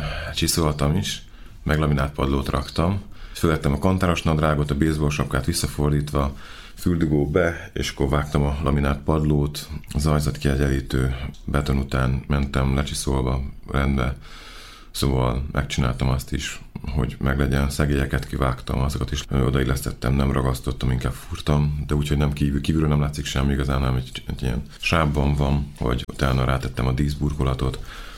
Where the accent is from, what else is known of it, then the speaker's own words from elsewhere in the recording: Tiszántúl, Hungary; Elindultam, nem is Debrecenbe elsősorban, Tiszántúli vagyok, hanem elindultam Sárospatakra.